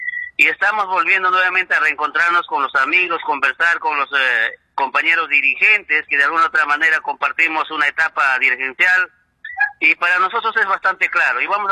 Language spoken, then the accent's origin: Spanish; Pichanaki, Junín, Peru